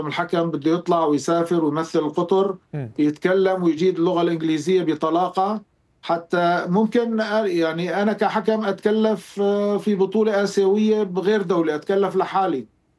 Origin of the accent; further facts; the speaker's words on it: Syria; بس نحن تحكيمنا متراجع خلال الفترة، ذكرنا نحن عدى علينا حرب 14 سنة ما قليلة